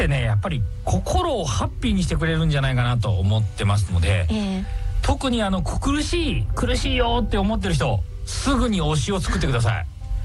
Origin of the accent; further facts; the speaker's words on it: Nishio, Aichi, Japan; 私愛知県西尾市の西尾高校出身なんですけど